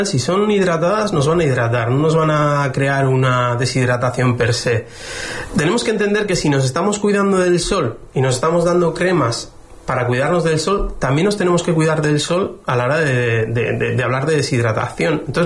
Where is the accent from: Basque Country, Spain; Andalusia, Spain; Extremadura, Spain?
Basque Country, Spain; now in Canary Islands, Spain; yo en el País Vasco, en mi pueblo, así, de memoria, te puedo decir que hay 3 o 4 fuentes. Y es un pueblo de 9.000 personas. 3 o 4 fuentes y es un pueblo muy pequeñito, que los pueblos ahí en el norte no son como aquí, en extensión tan grande. Son así, son chiquititos, está recogidito.